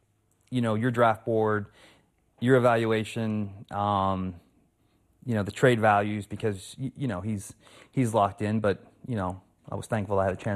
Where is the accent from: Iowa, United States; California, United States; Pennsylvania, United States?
Pennsylvania, United States; And I'm from Pennsylvania.